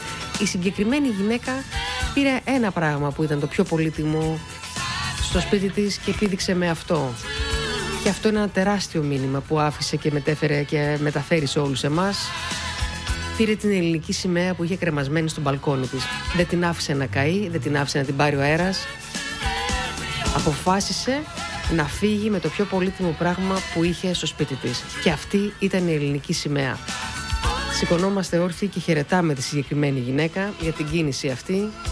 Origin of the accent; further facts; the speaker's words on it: Greece; σαν Έλληνες